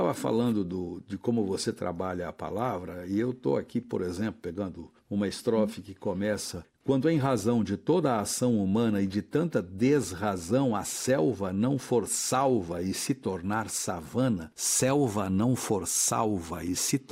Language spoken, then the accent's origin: Portuguese; Guaratinguetá, São Paulo, Brazil; born there; Meu vizinho, eu nasci em Guaratinguetá. Somos vizinhos de natalidade.